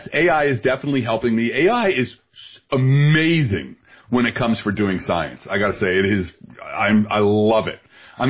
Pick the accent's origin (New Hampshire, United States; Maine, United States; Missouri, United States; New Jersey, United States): New Jersey, United States; Belleville; First of all, go Jersey. I'm from Jersey. I'm from, like, the Newark area. I'm up from Belleville.